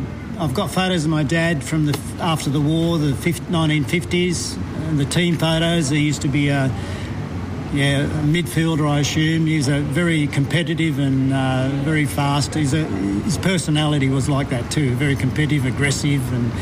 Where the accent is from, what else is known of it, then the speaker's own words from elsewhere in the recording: Tomerong, New South Wales, Australia; born there; At that stage, we were near Nowra, yeah, which is... So we lived at Tomerong